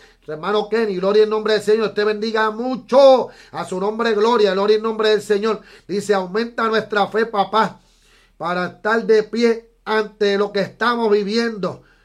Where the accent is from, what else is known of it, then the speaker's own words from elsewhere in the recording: Puerto Rico; Si vemos en Puerto Rico, yo soy puertorriqueño